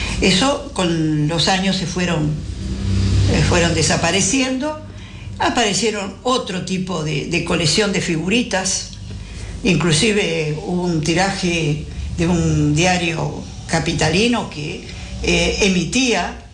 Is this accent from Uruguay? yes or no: yes; Uruguay; siendo uruguayos